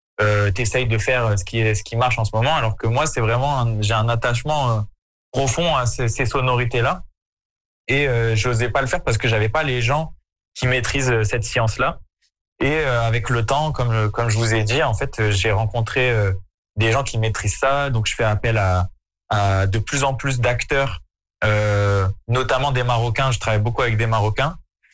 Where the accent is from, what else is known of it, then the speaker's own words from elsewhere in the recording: France; je me sens plus dans l'éducation marocain que français, mais je suis français et je préfère d'être des deux. Mais c'est vrai que j'ai vraiment grandi avec cette culture-là, quoi.